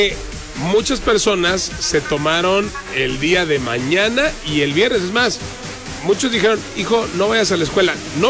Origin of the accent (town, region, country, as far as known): Mexico